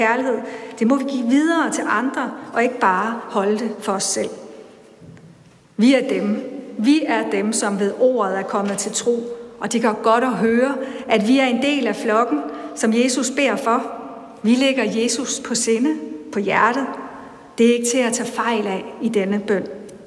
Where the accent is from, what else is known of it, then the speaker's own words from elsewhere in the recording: Bangladesh; Om du møder kirken i Bangladesh, hvor jeg er vokset op